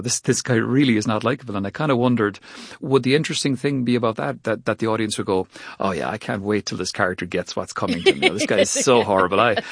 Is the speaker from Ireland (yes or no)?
yes; Cork, Munster, Ireland; We even shot it where I grew up. So I'm from Cork, which is in the southwest of Ireland. So it's a lovely place. It's beautiful and it's very quiet.